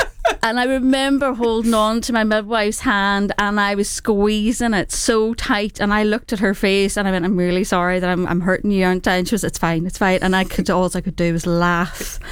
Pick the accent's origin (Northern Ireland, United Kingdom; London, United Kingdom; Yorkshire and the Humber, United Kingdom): Northern Ireland, United Kingdom; Eglinton; moved away as an adult; now in Long Buckby, United Kingdom; Where I'm from, I'm from County Derry. So it's my little village that I'm from is called Eglinton.